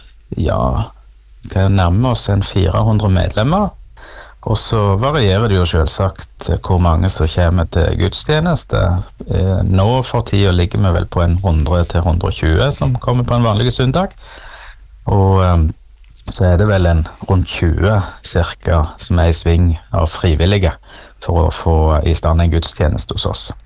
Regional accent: Rogaland, Norway; also born or lived in Sunnmøre; now in Stavanger, Norway; Nå prest hjemme I Rogaland. Det veldig fint I bymenigheten Sandnes. Så jeg har flyttet hjem og gifte meg og etablert meg I Stavanger

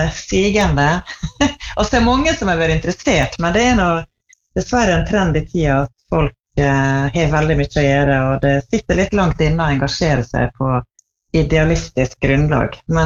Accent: Tresfjorden, Møre og Romsdal, Norway; Jeg vokste opp i Tresfjorden, som da på andre siden av fjellet.

